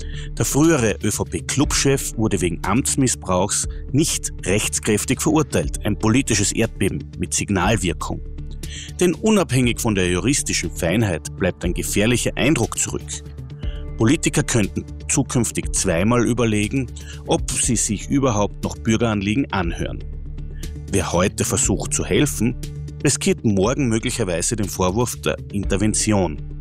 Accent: Kumpendorf, Austria; moved away; ich komme ursprünglich aus Kumpendorf

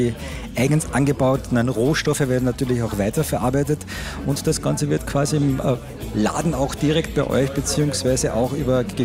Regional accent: Eberndorf, Carinthia, Austria; Jetzt sind zwei gebürtige Eberndorfer unter sich.

